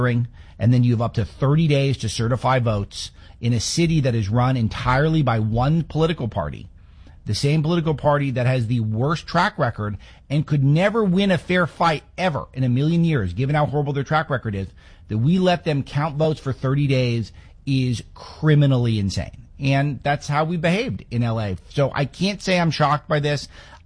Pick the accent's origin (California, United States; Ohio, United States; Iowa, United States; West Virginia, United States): California, United States; Los Angeles; I was struck growing up in Los Angeles how people who benefited so much from just the incredible things that America has to offer people are just really not that gung-ho in this country.